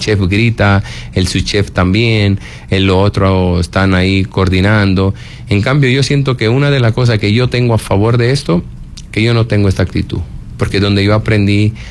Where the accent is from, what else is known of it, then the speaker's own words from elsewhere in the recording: Italy; moved away; yo soy italiano